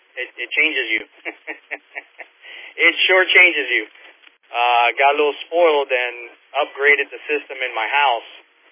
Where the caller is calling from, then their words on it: Homestead, Florida, United States; And I'm reporting live from Homestead, Florida, where the current temperature is 90 degrees already.